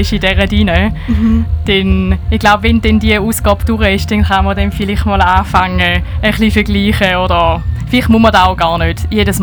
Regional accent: St. Gallen, Switzerland; moved away; ich bin ursprünglich aus St. Gallen, also auch Sur-le-Lac.

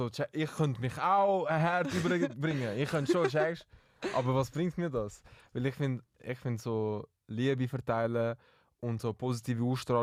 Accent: Zurich, Switzerland; Ich bin auch Zürcher, checkst du?

